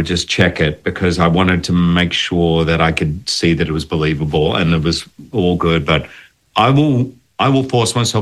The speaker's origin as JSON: {"language": "English", "country": "Australia", "said": "I'm Australian."}